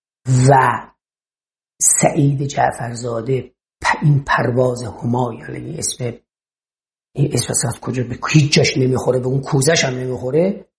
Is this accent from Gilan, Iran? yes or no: yes; Gilan, Iran; خب بچه گیلانم